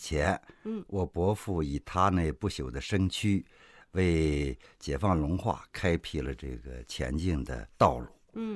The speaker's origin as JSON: {"language": "Chinese", "town": "Longhua", "region": "Hebei", "country": "China", "tie": "born or raised there", "said": "我的老家南山堡村呀"}